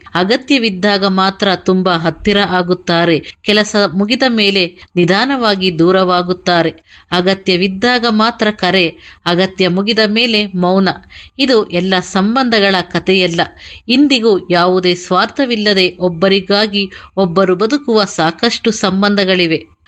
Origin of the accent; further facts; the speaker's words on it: Tumakuru, Karnataka, India; ನನ್ನ ಊರು ಕಲ್ಪತರುನಾಡು, ತುಮಕೂರು.